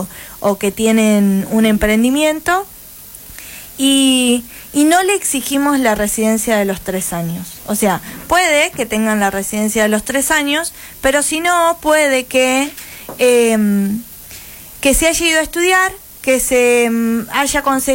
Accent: Buchardo, Córdoba, Argentina; nosotros que los que somos de Buchardo

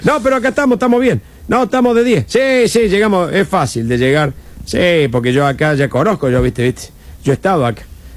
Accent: Córdoba, Argentina; Che, mira, vengo de Córdoba.

